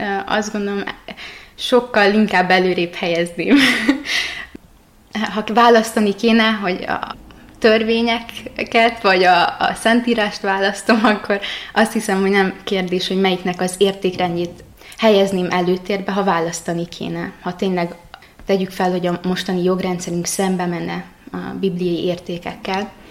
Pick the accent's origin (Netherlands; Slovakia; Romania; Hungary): Romania; Baraolt, Covasna; Én Székelyföldről érkeztem, egy kis városból, Baróta neve. Keresztény családban nőttem fel